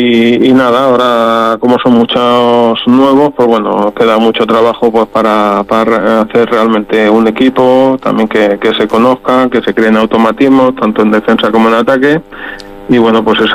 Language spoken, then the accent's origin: Spanish; Cartagena, Region of Murcia, Spain; nosotros que venimos de la zona de Cartagena, estamos un poquito acostumbrados